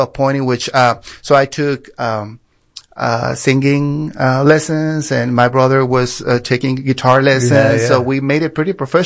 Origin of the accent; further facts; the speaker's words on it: Reynosa, Tamaulipas, Mexico; I grew up in Mexico in the border town of Reynosa. And so there back then, I'm talking 90s, early 90s, mid 90s.